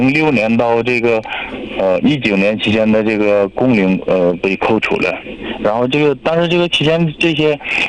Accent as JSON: {"language": "Chinese", "town": "Tongliao", "region": "Inner Mongolia", "country": "China", "tie": "born there", "said": "我是一名那个残疾军人，然后我出生在这个通辽市库伦旗芒汉苏姆"}